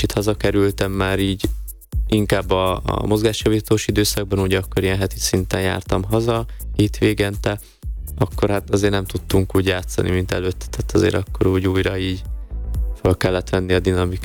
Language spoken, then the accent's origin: Hungarian; Nagyváty, Baranya, Hungary; ugye a apukám maradt otthon a bátyámmal, ugye Pécs mellett, Nagyvátyon, uh-huh. Ugye a szülőfalumba